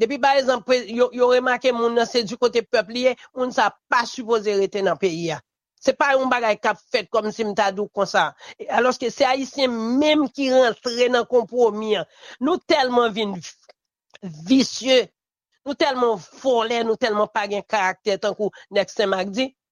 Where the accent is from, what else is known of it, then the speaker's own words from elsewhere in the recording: Haiti; Parce que moi-même, je sens frustré en tant que haïtien.